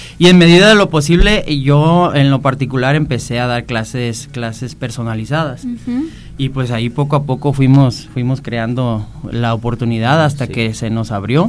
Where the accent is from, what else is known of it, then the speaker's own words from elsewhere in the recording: Jalisco, Mexico; donde yo soy, de ahí de Jalisco